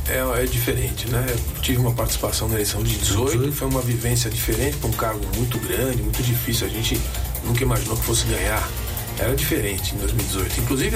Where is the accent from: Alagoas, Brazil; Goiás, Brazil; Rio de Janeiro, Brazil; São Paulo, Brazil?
São Paulo, Brazil; Nós somos paulistas.